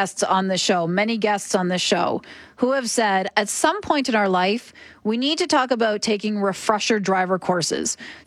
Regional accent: Oshawa, Ontario, Canada; I was born and raised in Oshawa, Ontario. We didn't have traffic circles or roundabouts, so I didn't grow up in them.

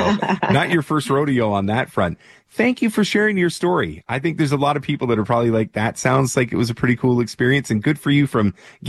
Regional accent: Toronto, Ontario, Canada; now in British Columbia, Canada; Yeah, I grew up in Toronto as well, and I came out here in '94 to chase my baseball dreams and just never went home.

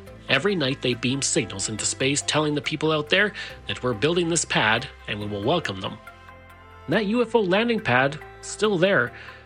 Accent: Stony Plain, Alberta, Canada; In my hometown of Stony Plain, Alberta, for example, a hockey arena was built.

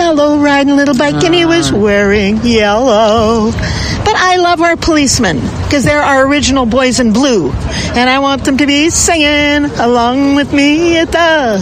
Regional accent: Saskatchewan, Canada; also born or lived in Alberta / Montreal; now in Toronto, Canada; Saskatchewan.

